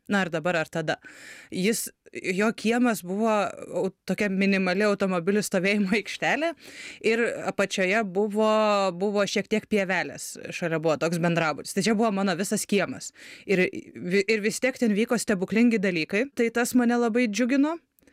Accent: Vilnius, Vilnius County, Lithuania; Pati užaugau šiaip net nedaugia bučio kieme, bet vis tiek mieste, Vilniaus centre pačiame.

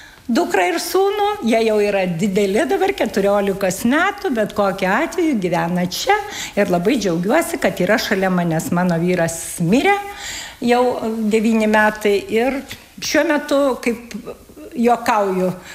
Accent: Kaunas County, Lithuania; now in Ukmergė, Lithuania; Taip, aš kaip sakau, aš esu meilės emigrantė. Meilės emigrantė, atvažiavau čia į Ukmergę

